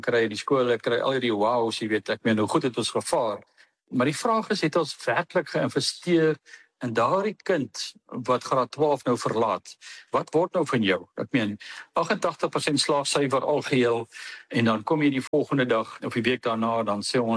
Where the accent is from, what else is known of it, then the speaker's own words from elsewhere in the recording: George, Western Cape, South Africa; in my area waar ek vandaan kom, hoeveel gemeenskapsale is daar? Ek dink as 'n stuk of 14 gemeenskapsale reg oor die breër George area.